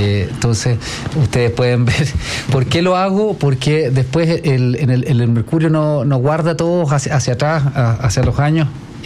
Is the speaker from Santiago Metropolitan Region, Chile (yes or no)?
yes; Santiago, Santiago Metropolitan Region, Chile; yo soy nacido y criado en la Estación Central. Entonces me tocó vivir desde 1983